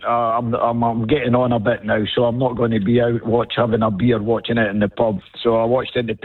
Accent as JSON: {"language": "English", "region": "Scotland", "country": "United Kingdom", "said": "it's always good to be Scottish"}